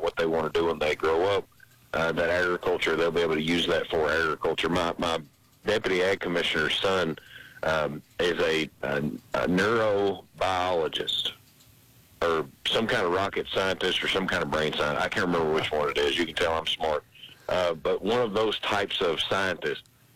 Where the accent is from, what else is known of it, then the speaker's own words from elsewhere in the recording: Kentucky, United States; I'm from Central Kentucky